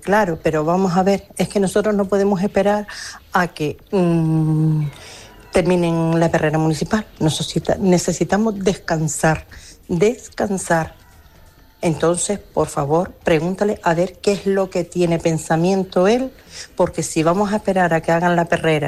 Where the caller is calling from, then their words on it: Telde, Canary Islands, Spain; Soy una vecina de Terde.